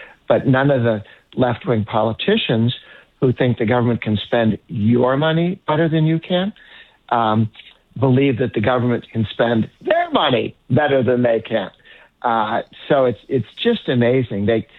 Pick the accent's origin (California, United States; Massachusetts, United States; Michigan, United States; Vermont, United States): Massachusetts, United States; So does Massachusetts, my home state.